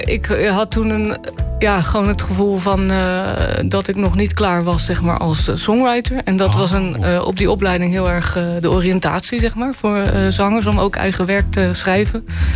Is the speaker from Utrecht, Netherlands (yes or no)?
no; Bleiswijk, South Holland, Netherlands; also born or lived in Rotterdam; Ik ben in het ziekenhuis geboren, maar ik ben in Bleiswijk opgegroeid.